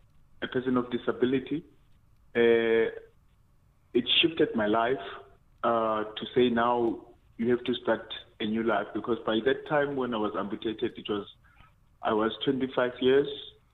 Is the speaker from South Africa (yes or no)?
yes; Klerksdorp, North West, South Africa; I'm from Klerksdorp. Klerksdorp, Ogniganana.